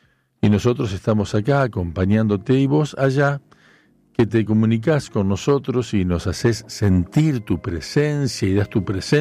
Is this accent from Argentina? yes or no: yes; San Genaro, Santa Fe, Argentina; Me lo recomendaron unos amigos de aquí, de mi pueblo. Soy de San Genaro